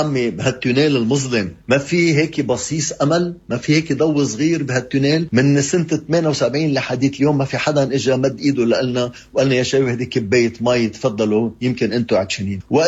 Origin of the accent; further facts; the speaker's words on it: Lebanon; كلنا سوا كلبنانيين،